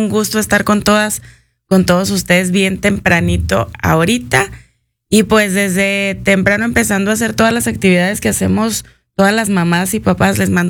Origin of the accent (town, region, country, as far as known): Chihuahua, Mexico